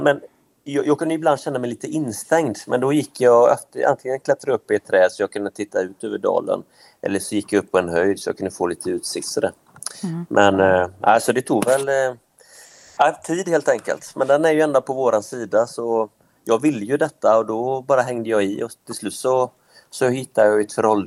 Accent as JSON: {"language": "Swedish", "region": "Västra Götaland County", "country": "Sweden", "tie": "born or raised there", "said": "Jag är ju född på nu utanför Göteborg."}